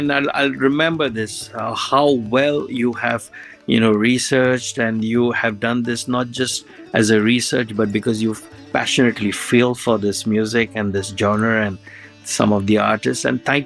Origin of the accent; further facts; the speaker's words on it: India; a kid growing up in India